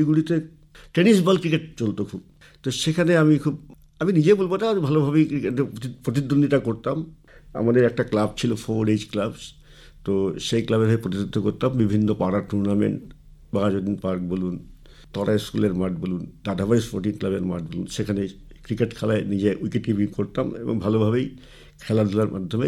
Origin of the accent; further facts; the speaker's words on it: Malbazar, West Bengal, India; ষাটের দশকের শুরুতে 1963 সালে আমাদের এই ডুয়ার্সেই মালবাজার শহরে আমার জন্ম। ওখানেই বেড়ে ওঠা